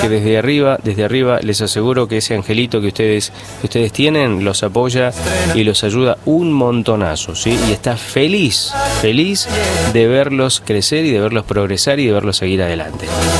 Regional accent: Argentina; Es que eso también somos. Eso también somos. Somos argentinos.

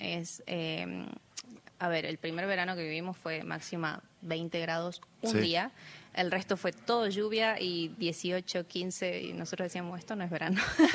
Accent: Jujuy, Argentina; moved away; also born or lived in Ireland; de nuevo volver a nuestro Jujuy

